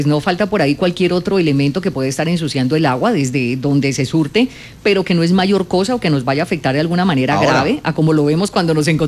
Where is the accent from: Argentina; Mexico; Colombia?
Colombia; Popayán, Cauca; Y si yo soy de Popayán, pues obviamente que me voy a preocupar.